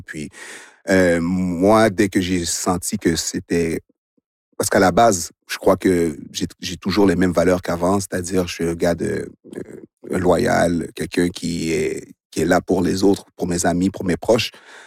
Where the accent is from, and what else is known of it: Montreal, Quebec, Canada; born or raised there